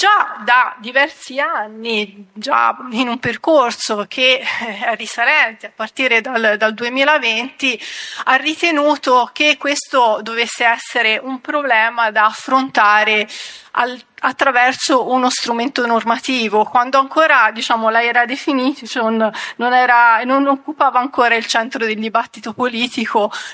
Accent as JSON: {"language": "Italian", "region": "Tuscany", "country": "Italy", "accent": "Tuscan", "said": "Io lo sentirete dal mio accento, io sono toscana."}